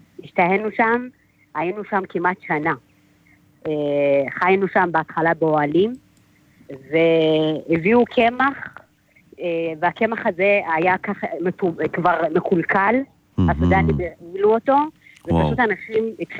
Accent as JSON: {"language": "Hebrew", "town": "Pardes Hanna-Karkur", "region": "Haifa District", "country": "Israel", "tie": "born there", "also_born_or_lived": "Ethiopia / Sudan", "said": "אני תושבת פרדס חנה, רוב חיי גדלתי פה"}